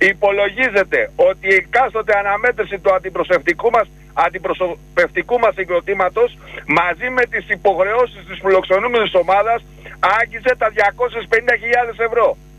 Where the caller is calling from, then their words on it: London, United Kingdom; από το Λονδίνο.